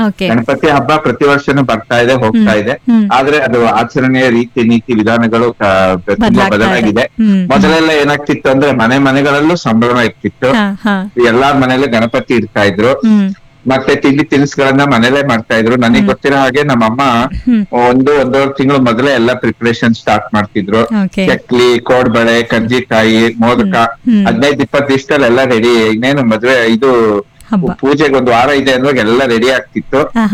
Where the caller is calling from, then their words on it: Shivamogga, Karnataka, India; Vidyanagar Shivamogga.